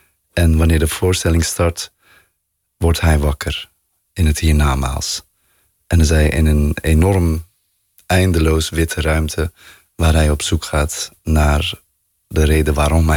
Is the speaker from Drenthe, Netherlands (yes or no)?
no; Bergen op Zoom, North Brabant, Netherlands; moved away; Maar ik heb een hele diepe liefde voor Bergen op Zoom. De plek waar ik ben opgegroeid.